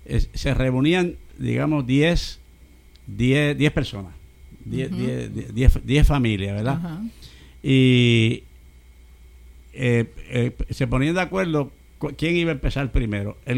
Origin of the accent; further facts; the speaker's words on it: Puerto Rico; now in US Virgin Islands; nuestra isla de Puerto Rico